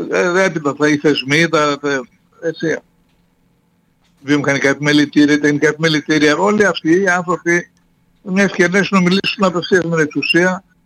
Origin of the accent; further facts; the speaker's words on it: Thessaloniki, Central Macedonia, Greece; που είμαι βέρος Θεσσαλονικιός, οριζινάλε, mm-hmm, περπατώ στη Ζυμισκή και γνωρίζω έναν στους χίλιους.